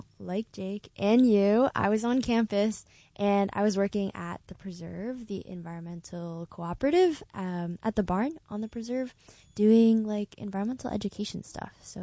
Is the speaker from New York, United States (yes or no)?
yes; Long Island, New York, United States; I'm from Long Island, by the way.